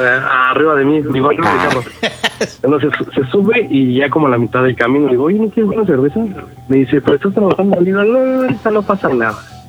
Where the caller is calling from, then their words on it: Mexico City, Mexico; de la CDMX.